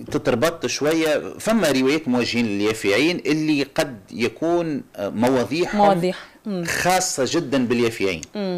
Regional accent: Tunisia; واحنا شعب تونسي

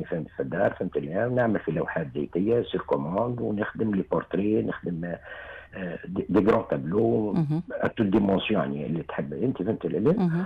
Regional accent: El Kef, Kef Governorate, Tunisia; moved away; أنا تمسكت نفسي، أنا والله ما اعتبر نفسي كافي، واليوم وغدا بعد غدا ما بعدت على جهة لمحالة لظروف تعامل إلى آخره، وديما نبقى جوهر الكافية وما بدلش لهجتي لا طبيعتي

